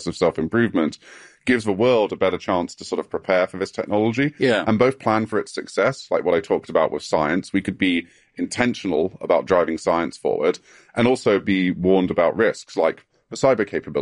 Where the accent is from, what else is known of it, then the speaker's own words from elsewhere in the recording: England, United Kingdom; Yes, as an Englishman, it fills me with such joy to be asked about sex on